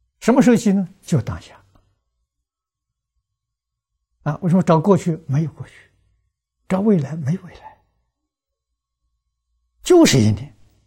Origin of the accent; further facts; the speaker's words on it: China; 我们中国人讲入门登堂入室啊